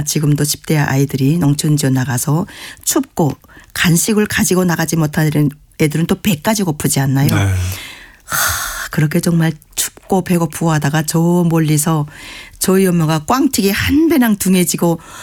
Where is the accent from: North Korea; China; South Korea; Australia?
North Korea; Pyongan; 저는 평안도가 출신이지만 저희 아버님이 함경도 출신이고.